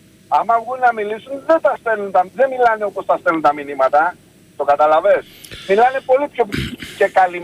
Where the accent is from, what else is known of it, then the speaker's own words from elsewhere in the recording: Greece; Έμενε ακριβώς σε 17 μέτρα από το σπίτι που μεγάλωσα στο Ιράλιο, στον Άγιο Σπυρίδωνα.